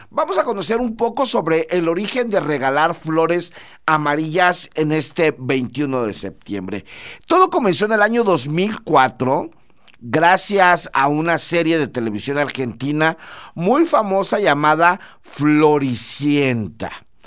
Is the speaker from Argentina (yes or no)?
no; Mexico